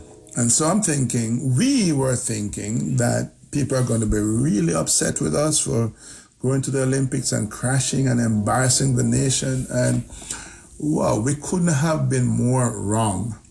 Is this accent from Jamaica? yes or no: yes; Jamaica; it's okay because we're from Jamaica, tropical island, so whatever result we get, we get.